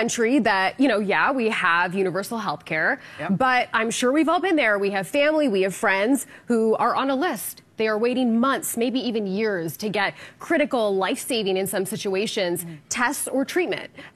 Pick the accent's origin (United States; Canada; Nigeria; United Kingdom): Canada; Listen, so I am Canadian. This is home. It will always be home.